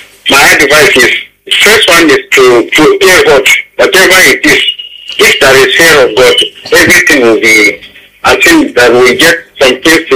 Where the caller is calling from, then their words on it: Bauchi, Nigeria; I'm calling from Bauchi.